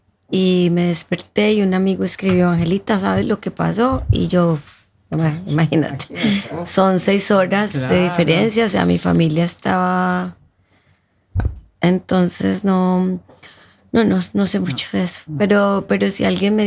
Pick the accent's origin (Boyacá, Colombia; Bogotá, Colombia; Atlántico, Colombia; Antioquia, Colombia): Antioquia, Colombia; Medellín; yo soy de Medellín, o sea, me crié en Medellín